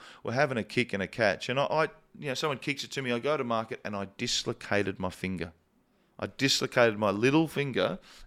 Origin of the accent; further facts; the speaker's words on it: Alice Springs, Northern Territory, Australia; moved away as an adult; also born or lived in Melbourne; I grew up in Alice Springs kicking the ball around at Traeger Park.